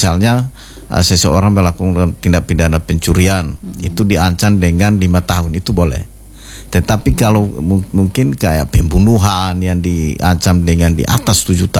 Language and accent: Indonesian; East Nusa Tenggara, Indonesia; kita orang NTT ini harga diri nomor satu, Pak.